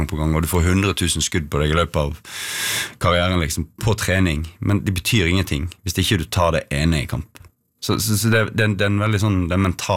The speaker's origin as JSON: {"language": "Norwegian", "town": "Odda", "region": "Vestland", "country": "Norway", "tie": "born or raised there", "said": "når jeg vokste opp i Odda, så fantastisk plass å vokse opp. Trygt, godt, nærmeste nabo til fotballbanen."}